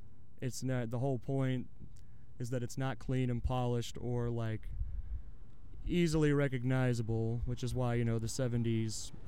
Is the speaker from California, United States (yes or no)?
no; Texas, United States; moved away as an adult; I'm from North Texas, and I grew up with the red dirt thing